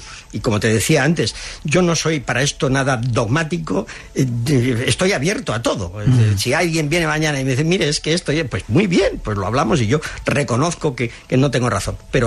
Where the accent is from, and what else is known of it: Spain